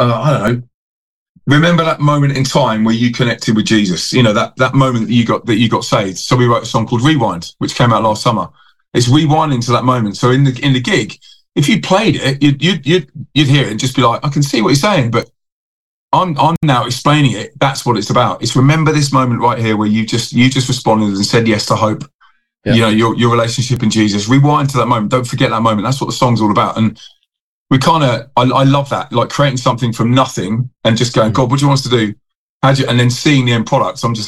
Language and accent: English; Windsor and Maidenhead, South East England, United Kingdom; moved away as an adult; also born or lived in London; now in Manchester, United Kingdom; 5 days later moved to Manchester and I moved into Withenshaw. So I moved, you know, I grew up in Windsor and Maidenhead. So I moved from the poshest to the poorest